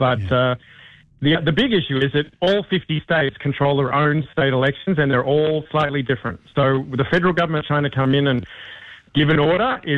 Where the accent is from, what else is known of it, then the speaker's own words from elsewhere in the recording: Australia; It is interesting as an Australian